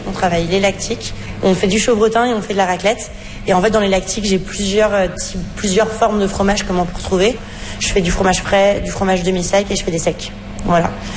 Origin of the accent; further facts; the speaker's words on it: France; Il n'y avait encore personne qui s'était installé en Argentine pour faire ça en tant que Français.